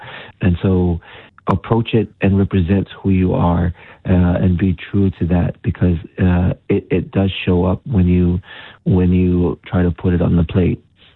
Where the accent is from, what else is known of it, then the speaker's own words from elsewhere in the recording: Samoa; The umu in Samoa is pretty much where we grew up in Umukuka.